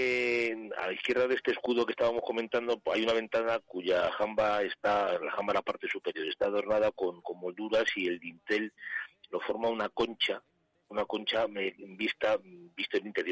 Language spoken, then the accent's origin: Spanish; Gómara, Castile and León, Spain; O sea, que es de Gomara, los que somos de Gomara nos llaman los palilleros